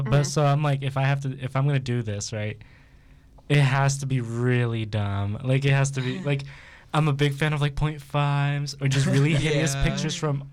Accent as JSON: {"language": "English", "area": "Long Island", "region": "New York", "country": "United States", "moved": "yes", "said": "So I'm from Long Island, right?"}